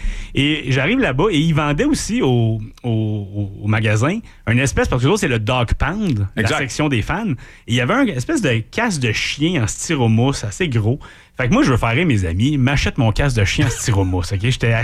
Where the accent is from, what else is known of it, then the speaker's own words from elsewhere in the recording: Canada; de le voir juste avant en tant que Canadien.